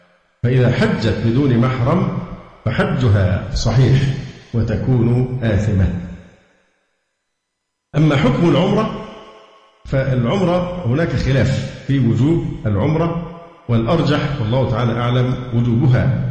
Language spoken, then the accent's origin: Arabic; Egypt; عندنا في مصر